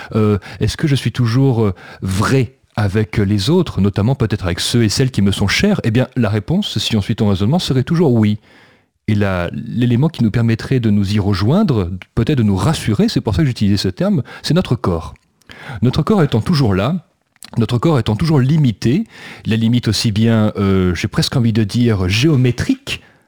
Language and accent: French; Southern France, France; Moi, je viens du Sud. Et dans le Sud, on a souvent l'habitude de parler avec ses mains, comme on dit.